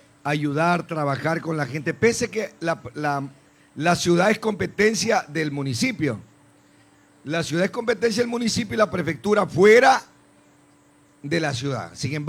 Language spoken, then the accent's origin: Spanish; Santa Rosa, El Oro, Ecuador; born there; Yo nací en Santa Rosa.